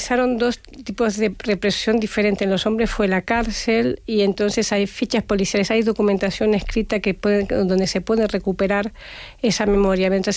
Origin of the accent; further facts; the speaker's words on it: Argentina; yo he vivido, yo soy argentina, en Argentina de los años 80 o 70